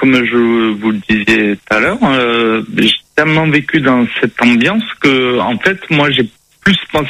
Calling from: Marseille, Provence-Alpes-Côte d'Azur, France; je suis à Marseille, donc à l'hôpital Nord

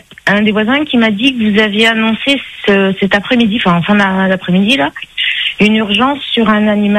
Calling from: Saint-Joseph, Réunion; j'habite à Manapani

